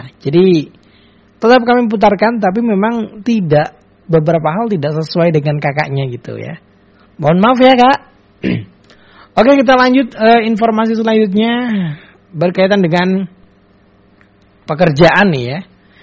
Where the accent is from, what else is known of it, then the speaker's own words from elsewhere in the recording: Balung, East Java, Indonesia; bahkan di daerah saya khususnya di Balung sana, banyak yang menggunakan ya sepeda listrik